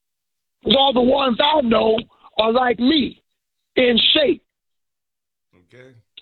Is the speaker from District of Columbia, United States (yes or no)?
yes; Washington, District of Columbia, United States; I'm calling you from Capitol Hill, Washington, D.C. Okay. All right. Where I was born, where I worked for the federal government, and I was born and raised.